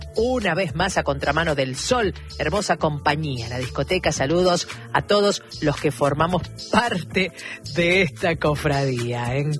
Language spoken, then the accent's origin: Spanish; General Alvear, Mendoza, Argentina; Te cuento que soy de General Alvear, Mendoza, y trabajo en Neuquén.